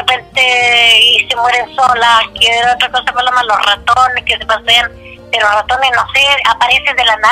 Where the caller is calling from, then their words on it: Llanquihue, Los Lagos, Chile; soy de acá de Los Pellines, de la comuna Yanquihue.